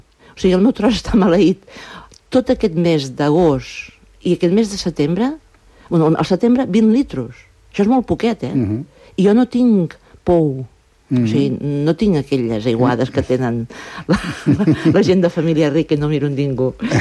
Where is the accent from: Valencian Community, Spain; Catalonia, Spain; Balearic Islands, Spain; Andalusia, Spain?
Catalonia, Spain; Vilaplana; una cosa molt bonica del meu poble, que ara tinc ganes de dir Vilaplana